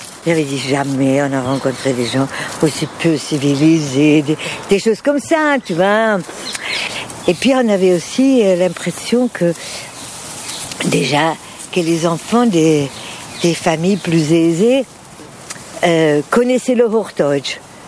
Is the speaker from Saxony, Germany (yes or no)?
no; Gottmadingen, Baden-Württemberg, Germany; accent: Alemannic; first language Alemannic German; French is a second language; moved away; moi, je suis née à Gottmadingen. On parlait le Gottmadingerisch.